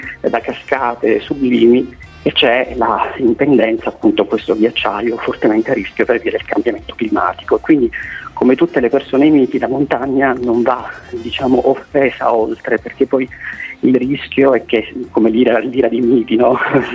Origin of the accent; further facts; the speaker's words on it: Sicily, Italy; now in Aosta Valley, Italy; io sono ormai in Valle d'Aosta da oltre 10 anni e mi sono assolutamente innamorato di questa regione. Io vengo dalla parte opposta allo zenith dell'Italia, perché sono siciliano